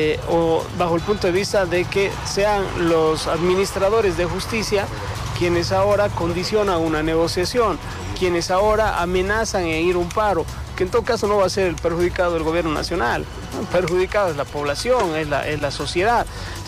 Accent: Bolivia; y más me duele como boliviano.

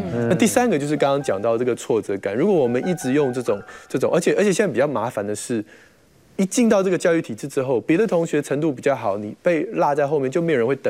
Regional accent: Taiwan; 我们台湾人

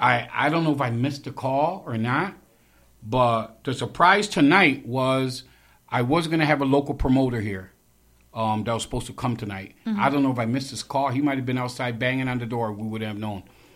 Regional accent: United States; I'm always proud to say I'm from Clinton Avenue.

